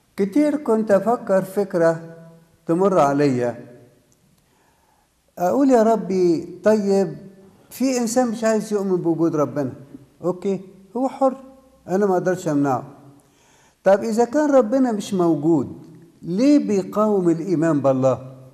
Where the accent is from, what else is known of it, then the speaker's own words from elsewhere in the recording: Upper Egypt, Egypt; moved away; في كان مثل اسمعه وأنا صغير في الصعيد